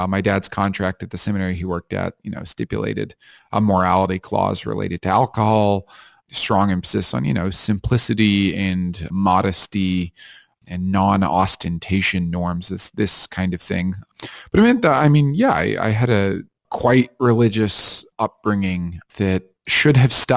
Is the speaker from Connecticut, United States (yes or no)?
no; Kentucky, United States; I'm from Kentucky, and my family growing up was Methodist, and that goes back quite a few generations.